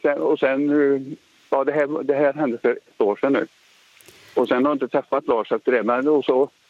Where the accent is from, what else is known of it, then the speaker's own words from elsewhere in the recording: Trollhättan, Västra Götaland County, Sweden; also born or lived in Finland; Jag är givetvis född i Finland, men sen så växte vi upp i Trollhättan.